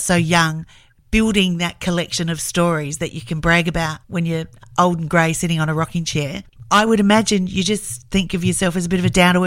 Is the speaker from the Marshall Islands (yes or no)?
no; Adelaide, South Australia, Australia; I grew up in Adelaide